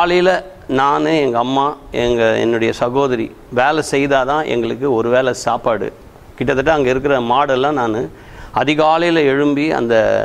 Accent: Chennai, Tamil Nadu, India; born or raised there

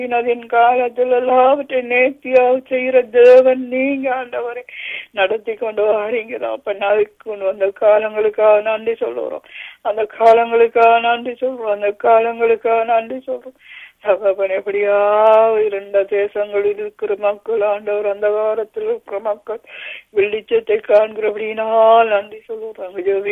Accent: Sri Lanka; இலங்கை தேசத்துக்காக வேண்டிக் கொள்வோம். நாங்கள் பிறந்து வளர்ந்த தேசம்

